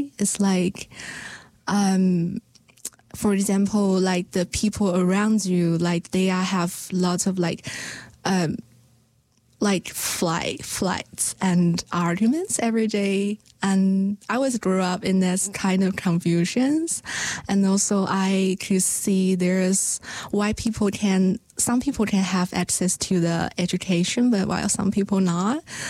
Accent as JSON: {"language": "English", "region": "Sichuan", "country": "China", "tie": "born or raised there", "second_language": "English", "said": "I was born in the Sichuan province, which in the southwest of China. And my parents are working in a mechanical factory, and then they raised me."}